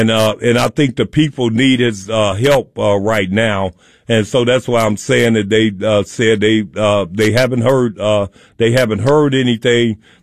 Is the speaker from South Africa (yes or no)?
no; Chicago, Illinois, United States; now in Minneapolis, United States; when I was growing up in the Robert Taylor Projects, we didn't even know we didn't have a lot of resources, but we were able to survive.